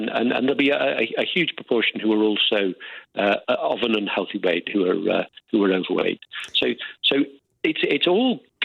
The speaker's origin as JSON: {"language": "English", "town": "Aberdeen", "region": "Scotland", "country": "United Kingdom", "said": "So I'm from Aberdeen"}